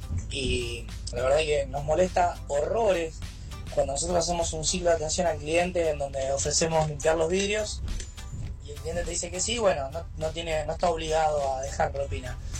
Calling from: González Catán, Buenos Aires Province, Argentina; de González Catán.

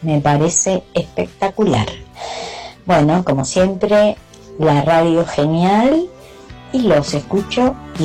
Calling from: Buenos Aires, Argentina; de Almagro

